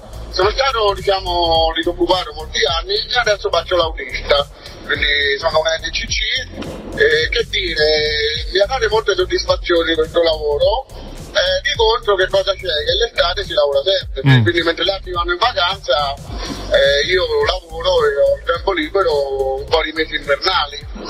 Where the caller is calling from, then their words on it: Terni, Umbria, Italy; Sono Umbro di Terni.